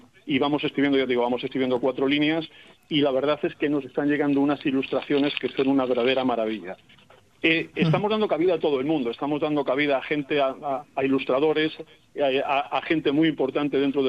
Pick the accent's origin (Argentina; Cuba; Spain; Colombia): Spain; Solana de Cabañas, Extremadura; y yo como natural de allí, y orgulloso extremeño